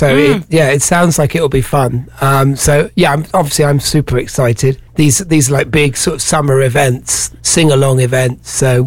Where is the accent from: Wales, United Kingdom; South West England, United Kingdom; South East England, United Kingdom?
Wales, United Kingdom; Solva; born there; moved away as an adult; also born or lived in Manchester / Liverpool; now in London, United Kingdom; I'm English. I'm born in Manchester. Parents are both from Manchester. And they moved down to a little fishing village called Solva in West Wales, sunny Solva. So I'm a Solva boy from the age of 8 till I left about 19